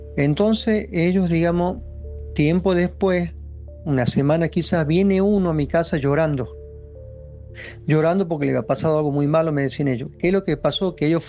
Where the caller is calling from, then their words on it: Tucumán, Argentina; de Tucumán.